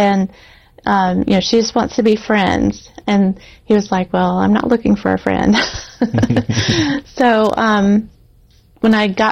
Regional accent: Alabama, United States; So I was proud to say, I'm from Alabama too.

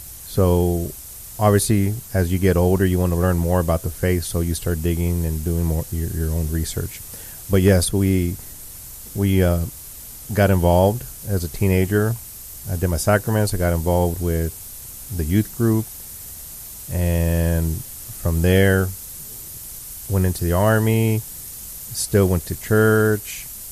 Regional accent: Mission, Texas, United States; I grew up in South Texas, also in Mission specifically, and we had church with us always. So the majority of my family, I want to say 99%, are Catholic, right? Cradle Catholic.

